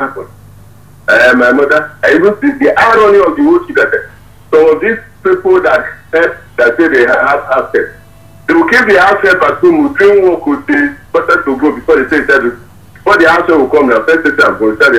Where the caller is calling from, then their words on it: Owo, Ondo, Nigeria; I'm calling from Owo Blue Education Center. That is the security place in Nigeria.